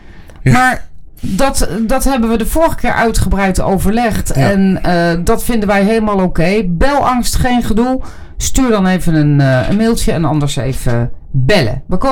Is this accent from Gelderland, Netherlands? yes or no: yes; Wageningen, Gelderland, Netherlands; Ik kom uit Wageningen. Dat is zeker een uur rijden.